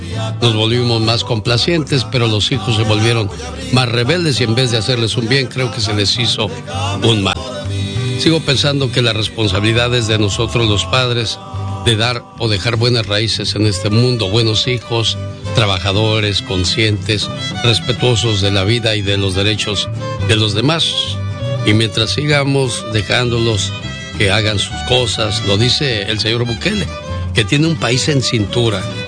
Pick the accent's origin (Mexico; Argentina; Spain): Mexico; Le respondí: soy de México.